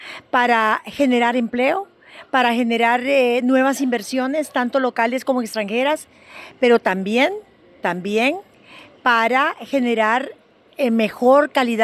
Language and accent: Spanish; Honduras; Los hondureños, todos somos hondureños. Todos tenemos que trabajar en pro de nuestra patria.